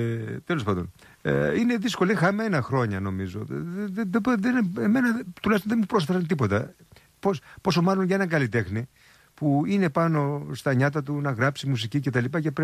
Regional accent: Kozani, Western Macedonia, Greece; Στην πατρίδα μου την Κοζάνη υπηρέτησε

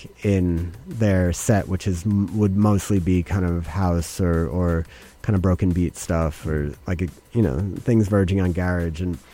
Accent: New York, United States; I grew up in the East Village

